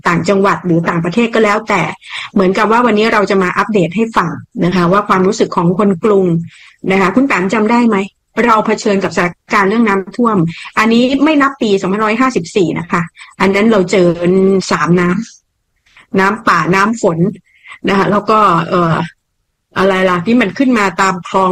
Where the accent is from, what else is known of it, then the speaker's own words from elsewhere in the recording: Bangkok, Thailand; เราคือคนกรุงเทพที่เราก็ดูหน้าจอแล้วเราก็ส่งกำลังใจนะ